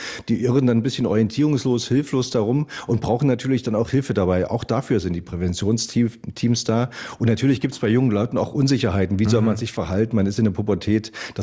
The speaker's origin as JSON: {"language": "German", "town": "Weimar", "region": "Thuringia", "country": "Germany", "tie": "born or raised there", "said": "ich bin ja in der DDR dort noch aufgewachsen, auch in der Nähe von Buchenwald in Weimar"}